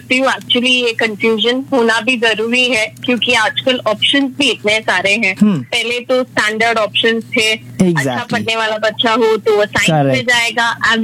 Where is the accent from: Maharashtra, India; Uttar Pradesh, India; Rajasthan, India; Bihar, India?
Maharashtra, India; Mumbai; मैं अमची मुंबई से हूँ।